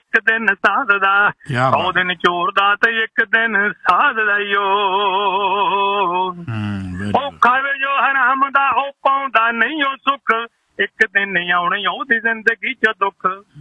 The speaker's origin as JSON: {"language": "Punjabi", "town": "Rurki", "region": "Punjab", "country": "India", "tie": "born or raised there", "said": "ਮੇਰਾ ਪਿੰਡ ਰੁੜਕੀ ਆ ਤੇ ਨਾਲ ਵੱਡਾ ਰੁੜਕਾ ਜਿੱਥੇ ਰੁੜਕਾ ਕਲਾਂ"}